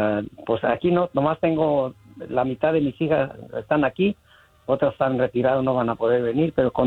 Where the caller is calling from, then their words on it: Pénjamo, Guanajuato, Mexico; de Pénjamo.